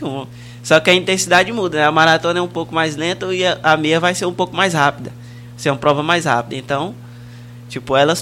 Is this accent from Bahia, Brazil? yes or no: yes; Formosa do Rio Preto, Bahia, Brazil; now in Barra do Garças, Brazil; Eu sou lá de Formosa do Rio Preto, Bahia.